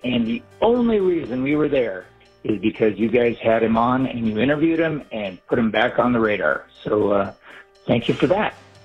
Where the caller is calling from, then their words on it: New Jersey, United States; I am a caller from the New Jersey area, an OG slogger, with a big thank you.